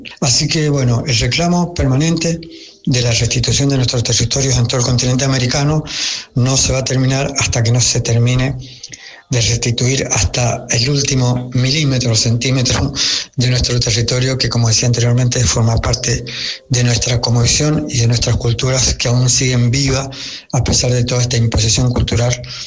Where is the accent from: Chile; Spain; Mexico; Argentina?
Argentina; Mendoza; soy de Argentina, de la zona oeste de Argentina, de la provincia de Mendoza. Desde acá de la zona oeste